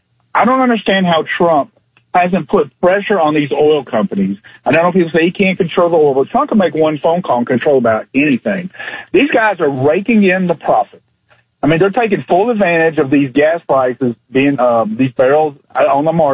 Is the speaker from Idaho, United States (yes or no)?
no; Tennessee, United States; I'm from East Tennessee, and I'm talking to people all the time.